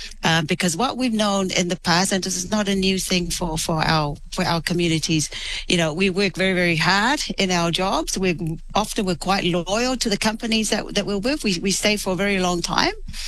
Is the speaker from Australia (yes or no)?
no; Vailima, Tuamasaga, Samoa; now in New Zealand; I was born in Samoa. I'm from a little village named Vailima in Upolu. And I came here with my grandparents and a sister, yeah, just for better opportunities